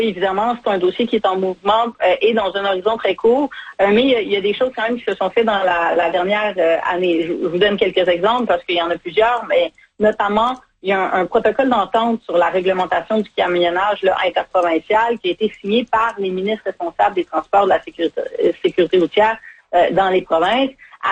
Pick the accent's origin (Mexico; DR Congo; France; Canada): Canada; Quebec; Un dentiste, par exemple, qui serait formé chez vous, Manitoba, pourrait travailler, par exemple, chez nous, au Québec.